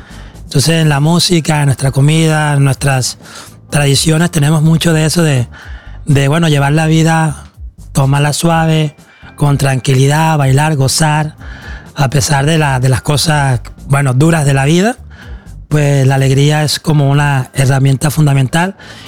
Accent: Colombia; now in Oslo, Norway; Y luego que me mudé a Oslo, aunque siempre había tocado percusión en Colombia

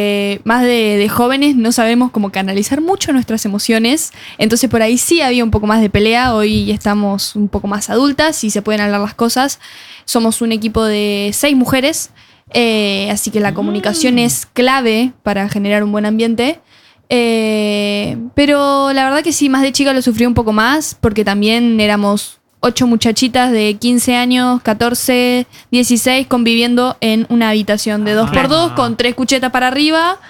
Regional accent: Luján, Buenos Aires Province, Argentina; es de mi pueblo, es de Luján

